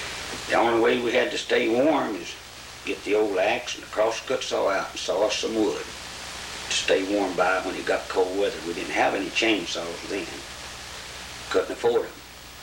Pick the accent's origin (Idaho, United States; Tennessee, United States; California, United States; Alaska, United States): Tennessee, United States; Sneedville; moved away; The house that you're now looking at is the home that I was born and raised up